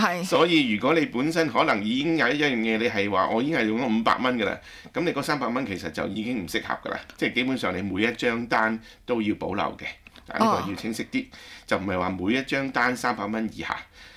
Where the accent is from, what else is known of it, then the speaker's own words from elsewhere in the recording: Australia; 咁所以呢個就作為澳洲人可能都係有啲自豪啩。